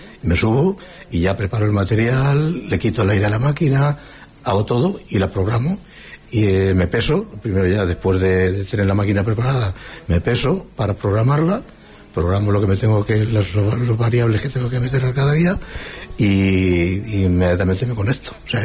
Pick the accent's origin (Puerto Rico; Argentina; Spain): Spain; Socuéllamos, Castilla-La Mancha; Yo soy de Sogüellamos.